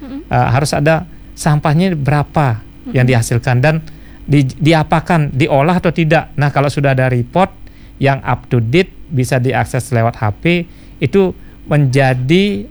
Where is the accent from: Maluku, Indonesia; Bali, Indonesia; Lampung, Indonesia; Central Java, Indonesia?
Bali, Indonesia; Kalau saya sendiri, Mbak, di Bali sebagai orang Bali